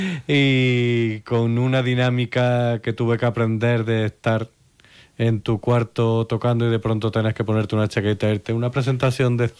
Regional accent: Córdoba, Andalusia, Spain; moved away; Y cuando vengo a Córdoba intento que sea nuevo para sorprenderme. Porque aunque sea de aquí y bueno, haya nacido aquí

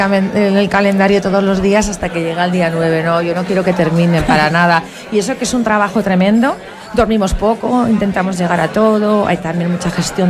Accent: Huesca, Aragon, Spain; soy de Huesca, quiero mucho a mi ciudad.

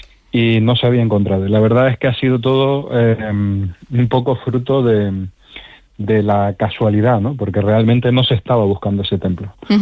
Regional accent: Canary Islands, Spain; Bueno, soy canario, o sea, que subimos y bajamos todos los días a las montañas. Las islas son muy, muy escarpadas y yo vivo en Tenerife

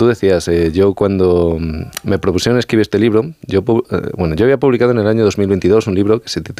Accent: Extremadura, Spain; Yo soy extremeño, ¿vale? No exactamente de Puerto Rico ni de esa zona, pero bueno, soy extremeño.

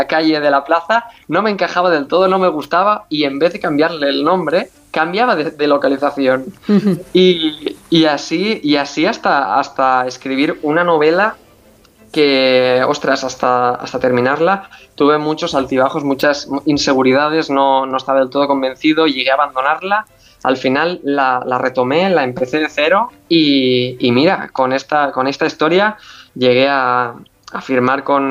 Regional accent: Tavernes de la Valldigna, Valencian Community, Spain; yo todo lo que escribía estaba ambientado en Tamames de la Valldigna, en mi pueblo de Valencia

